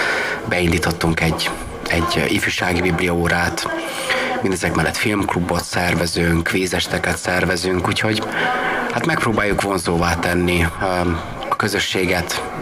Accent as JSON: {"language": "Hungarian", "region": "Satu Mare County", "country": "Romania", "moved": "as an adult", "lives_now": "Melbourne, Australia", "said": "Tavaly januárban érkeztünk, mi Erdélyből, pontosabban Párciumból érkeztünk, a határ menti területekről, Szatmár megyéből származunk mind a ketten, én is és a feleségem"}